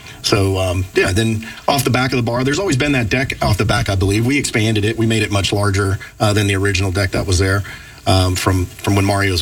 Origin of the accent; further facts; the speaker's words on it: Georgia, United States; also born or lived in Bethel Park, Pennsylvania; I was born in Pittsburgh area, Bethel Park. My mom was from Peters, but my dad was in the military. And so grew up very young, military base, and he was actually from South Georgia, and we settled down there.